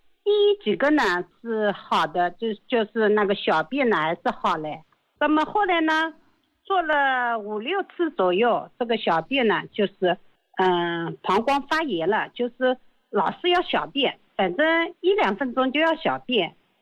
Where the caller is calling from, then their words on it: Hangzhou, Zhejiang, China; 我是萧山的